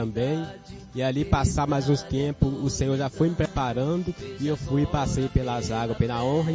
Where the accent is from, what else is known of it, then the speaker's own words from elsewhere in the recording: Senador Firmino, Minas Gerais, Brazil; estou vindo ali da cidade Senador Firmino.